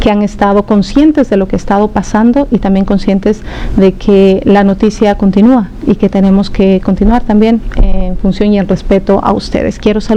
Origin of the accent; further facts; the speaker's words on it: Ecuador; moved away as an adult; now in Caracas, Venezuela; como ecuatoriana, como lo ha dicho Marina, nosotros somos extranjeras que estamos en este momento aquí en Caracas por temas laborales